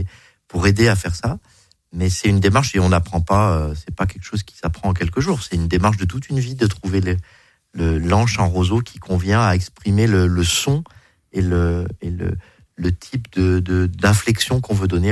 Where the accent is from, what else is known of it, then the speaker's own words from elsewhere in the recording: Bourg-de-Péage, Auvergne-Rhône-Alpes, France; born there; moved away as an adult; now in Besançon, France; je pense que je n'ai pas tellement d'accent, mais je suis né dans la Drôme, à Bordeaux-Péage, petite ville du Dauphiné dans le nord de la Drôme.